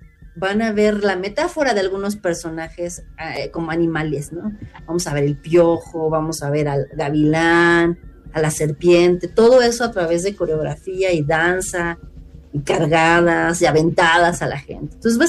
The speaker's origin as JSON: {"language": "Spanish", "country": "Mexico", "said": "nosotros mismos como mexicanos conozcamos un poquito más de nuestra cultura"}